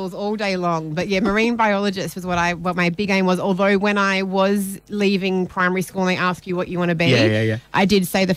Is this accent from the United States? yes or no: no; Perth, Western Australia, Australia; I grew up in Perth. I was born and bred here, so I grew up in Balcatta. And it was just me, mum and my sister from when I was really, really young.